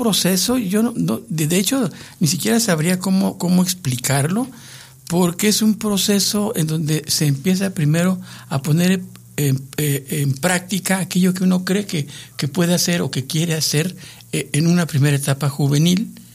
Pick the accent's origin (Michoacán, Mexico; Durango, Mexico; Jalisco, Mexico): Durango, Mexico; San Miguel de Cruces; moved away; Para un joven de provincia que llega hasta la Ciudad de México, que viene de la Sierra de Durango, pues no es fácil el camino. Trae uno, San Miguel de Cruces, mi pueblo natal